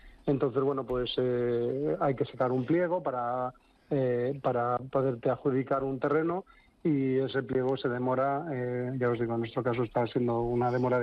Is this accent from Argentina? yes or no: no; Valladolid, Castile and León, Spain; born there; moved away as an adult; now in Extremadura, Spain; yo soy hijo de migrantes, mis padres sí que vivieron en el campo y yo nací en una ciudad, en Valladolid, y bueno, pues mi intención era volver al pueblo de mi familia en cuanto pudiera.